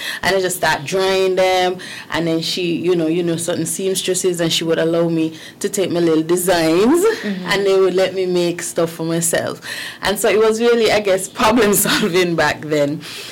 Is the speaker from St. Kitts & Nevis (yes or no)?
yes; Sandy Point, Saint Anne Sandy Point, St. Kitts & Nevis; I'm originally from Sandy Point.